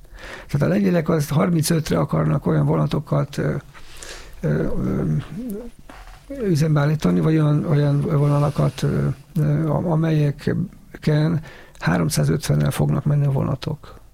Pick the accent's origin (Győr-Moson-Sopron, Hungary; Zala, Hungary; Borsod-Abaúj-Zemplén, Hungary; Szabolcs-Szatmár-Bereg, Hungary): Zala, Hungary; Zalaegerszeg; zalaegerszegi vagyok